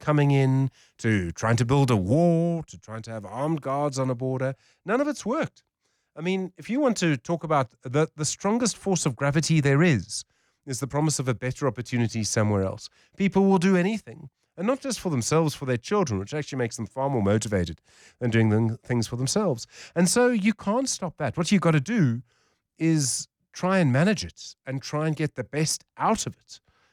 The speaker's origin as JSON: {"language": "English", "country": "South Africa", "said": "How do we say to Nigerians or Ghanaians, we're South African, but, or, you know, what do you say?"}